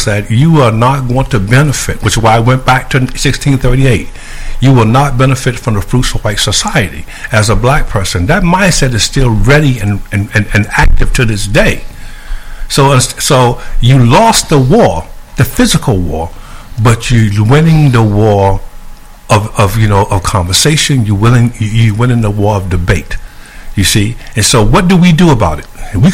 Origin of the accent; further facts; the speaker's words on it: Augusta, Georgia, United States; I'm from Augusta, Georgia.